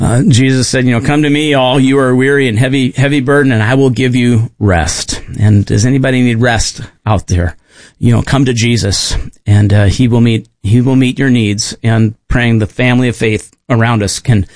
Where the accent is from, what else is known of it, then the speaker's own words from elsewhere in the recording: Harvey, North Dakota, United States; also born or lived in Seattle area; now in Wilsonville, United States; my first memories are growing up in North Dakota. My dad was a pastor, and I remember about 4 years old, I remember moving out from the Seattle area to a little tiny town called Harvey, North Dakota.